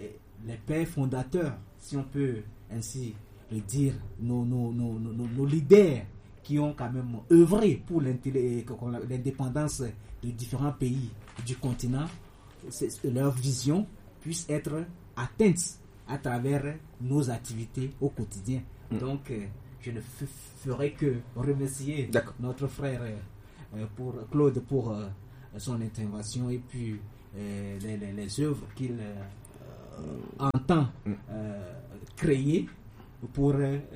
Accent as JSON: {"language": "French", "country": "Togo", "said": "chez nous au Togo"}